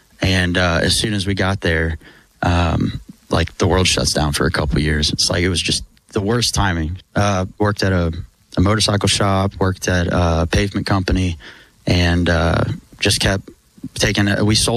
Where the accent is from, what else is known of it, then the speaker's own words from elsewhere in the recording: Bixby, Oklahoma, United States; Bixby, Oklahoma.